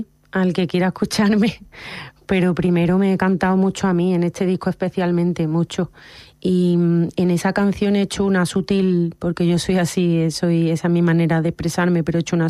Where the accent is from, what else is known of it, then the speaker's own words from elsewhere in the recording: Córdoba, Andalusia, Spain; yo soy de Córdoba